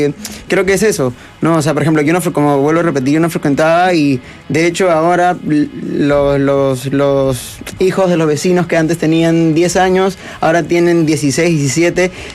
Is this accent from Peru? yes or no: yes; Callao, Peru; yo soy del Callao.